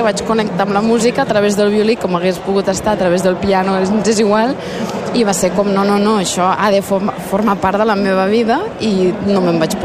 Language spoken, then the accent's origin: Catalan; Agramunt, Catalonia, Spain; moved away; Jo soc de Gramunt.